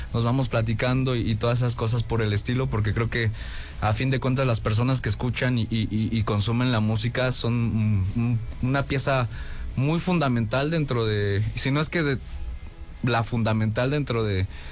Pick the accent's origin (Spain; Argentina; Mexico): Mexico; Gustavo A. Madero, Mexico City; yo crecí en la Gustavo Amadero, ¿no? Uh-huh. Una colonia una delegación de por acá.